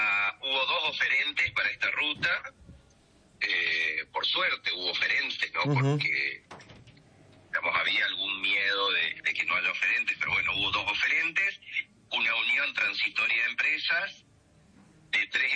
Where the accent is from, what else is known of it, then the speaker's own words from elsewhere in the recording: Colón, Entre Ríos, Argentina; Bueno, pues yo soy de Colón, así que no te puedo responder.